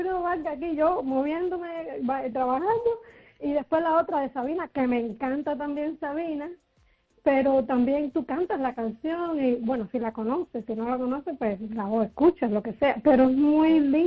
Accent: Cuba; now in Spain; Yo recuerdo haber escrito con mi familia en las amistades después que me fui de Cuba, 30 años y pico después

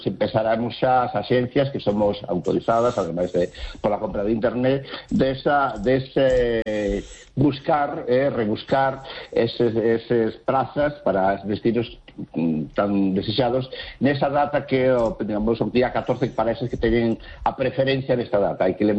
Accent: Galicia, Spain; isto tamén enriquece non só a nós, sino tamén a donde vamos nós tamén como galegos.

